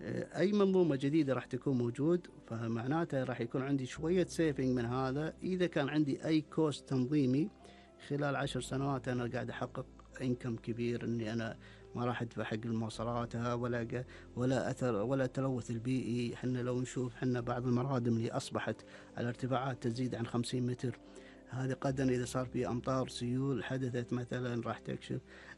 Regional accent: Kuwait; إن قطاع الريسايكل عندنا بالكويت موجود

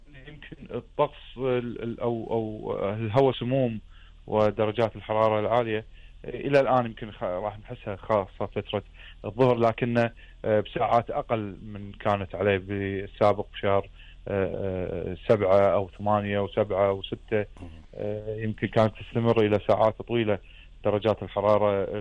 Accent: Kuwait; عندنا بالكويت

